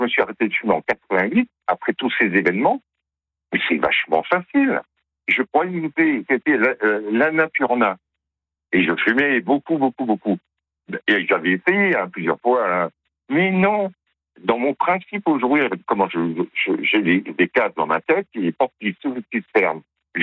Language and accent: French; Grand Est, France; born there; j'ai quand même une culture religieuse parce que je suis né en Alsace.